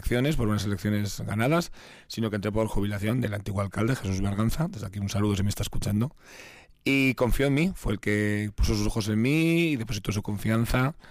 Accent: Basque Country, Spain; somos vascos

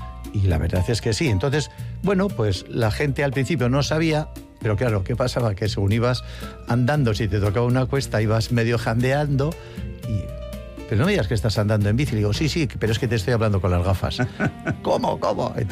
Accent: Sestao, Basque Country, Spain; also born or lived in Bilbao; yo nací en Bilbao, por circunstancias. No lo sé, nunca se lo pregunté a mis padres, pero bueno. Vivo en Sestao, pues se puede decir que soy de Sestao. Uh-huh. Soy de Sestao.

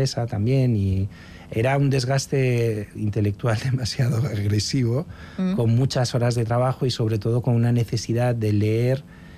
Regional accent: Gijón, Asturias, Spain; moved away as an adult; also born or lived in Milan, Italy / England; now in Paris, France

